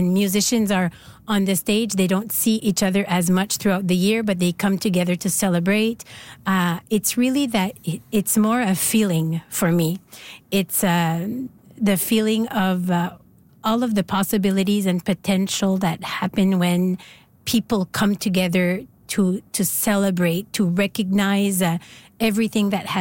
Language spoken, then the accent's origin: English; Canada; accent: Acadian; My accent is completely different from someone in northern New Brunswick or someone from Chiticahua or from Claude in Nova Scotia. So there's not one Acadian yeah. accent.